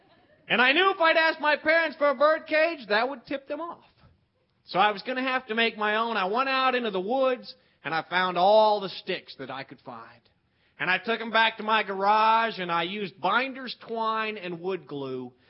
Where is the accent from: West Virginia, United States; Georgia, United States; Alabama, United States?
West Virginia, United States; But I grew up here in West Virginia